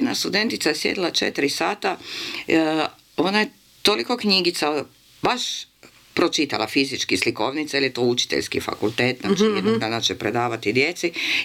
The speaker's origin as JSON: {"language": "Croatian", "town": "Zagreb", "region": "City of Zagreb", "country": "Croatia", "tie": "born or raised there", "said": "Žao mi je jedino što je to Zagreb stradao u potresu, pa je to još vidljivo, ali volim. To je moj rodni grad, a naročito volim ovaj dio grada."}